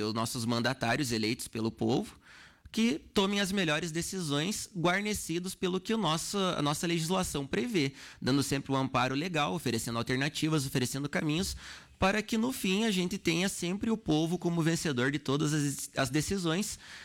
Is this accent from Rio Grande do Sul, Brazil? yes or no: yes; Soledade, Rio Grande do Sul, Brazil; Sou natural de Soledade, estudei dos meus 6 anos até os 13 anos na Escola Eurípides da La Costa